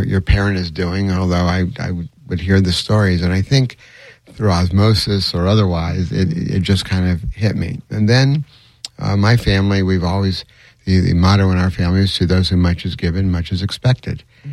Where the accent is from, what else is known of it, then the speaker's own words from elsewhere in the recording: Orlando, Florida, United States; My mother, I was born and raised in Orlando